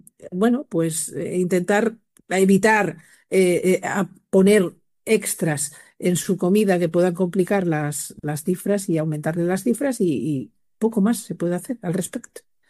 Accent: Llanes, Asturias, Spain; soy de Llanes.

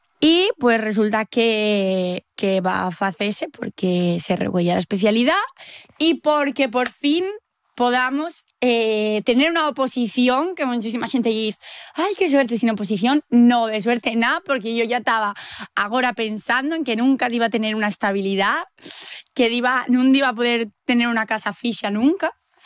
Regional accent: Laviana, Asturias, Spain; Siempre digo, pues eso, que soy de Llaviana, pero bueno, no digo en mi pueblo porque no quiero decirlo.

